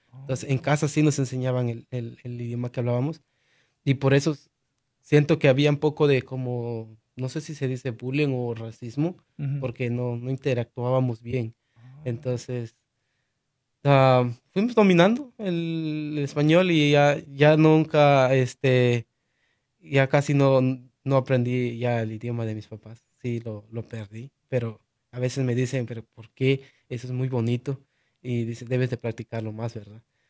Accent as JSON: {"language": "Spanish", "region": "Chiapas", "country": "Mexico", "tie": "born or raised there", "moved": "yes", "said": "yo, como decía, soy ahorita originario de Chiapas, México, pero nosotros, nuestras raíces vienen desde Guatemala."}